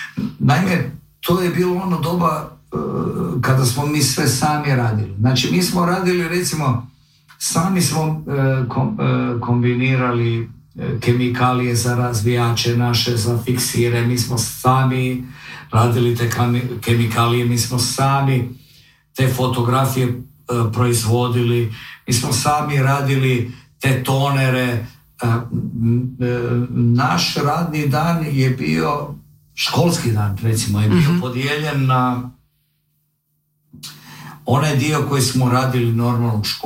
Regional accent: Zagreb, City of Zagreb, Croatia; born there; also born or lived in Molve, Podravina / Pula, Istria; kao mali sam odrastao u Zagrebu

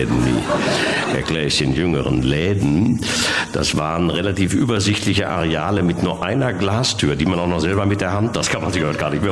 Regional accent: Bochum, North Rhine-Westphalia, Germany

